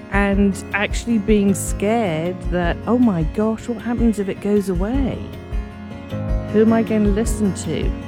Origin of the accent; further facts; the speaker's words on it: Edmond, Oklahoma, United States; from Edmond, part of the community of listeners that supports KGOU with an annual contribution.